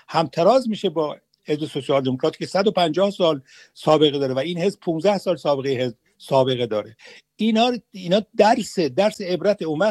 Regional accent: Iran; من امروز به عنوان یک ایرانی سپاسگزار هستم

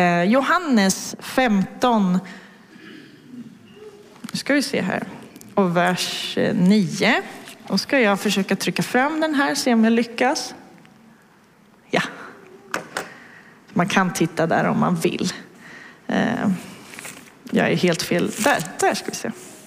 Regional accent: Västerås, Västmanland County, Sweden; och jag kommer från Västerås. Men Nina och Peppa har dragit hit mig.

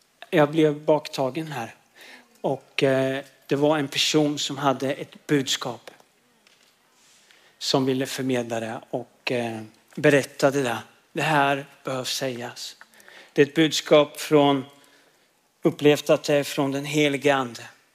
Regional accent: Linköping, Östergötland, Sweden; accent: Östgötska; Jag är från Linköping, så idag kommer ni få lyssna på Guds ord på östgötska.

